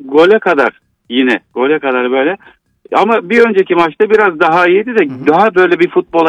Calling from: Izmir, İzmir, Turkey; İzmir'den arıyorum.

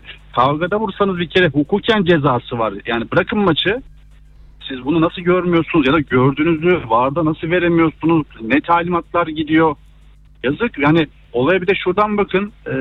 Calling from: Istanbul, Turkey; İstanbul'dan arıyorum.

